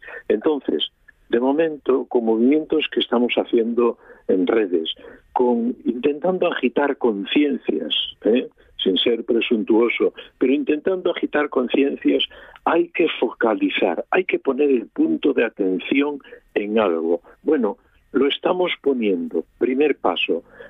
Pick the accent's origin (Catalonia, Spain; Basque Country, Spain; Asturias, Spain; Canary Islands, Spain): Asturias, Spain; Que no somos solo los asturianos, hay mucha más gente que disfruta de nuestra tierra y por ellos y por nosotros los asturianos va.